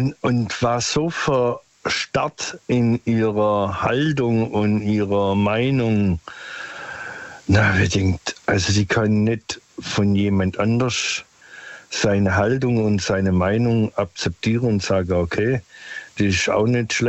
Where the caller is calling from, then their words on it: Stuttgart, Baden-Württemberg, Germany; Vom Großraum Stuttgart.